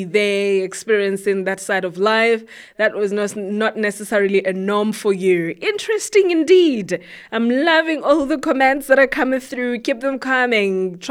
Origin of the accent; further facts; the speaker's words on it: Quthing, Lesotho; I grew up in Kuting